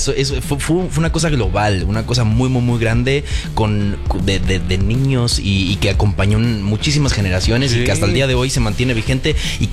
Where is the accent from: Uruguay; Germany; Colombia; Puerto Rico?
Uruguay; also born or lived in Mexico; estaba en Uruguay filmando una serie para México, en mi país, en mi casa, en la casa de mi madre.